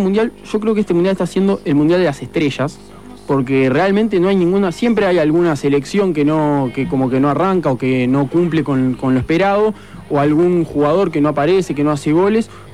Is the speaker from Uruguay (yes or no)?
yes; Uruguay; Todo el mundo le decís que sos de Uruguay, lo primero que te dice de Arrascaeta, crack, y no sé qué.